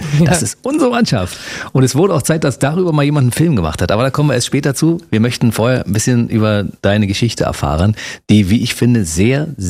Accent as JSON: {"language": "German", "region": "Berlin", "country": "Germany", "tie": "born or raised there", "said": "Ich komme aus Berlin-Kautzow"}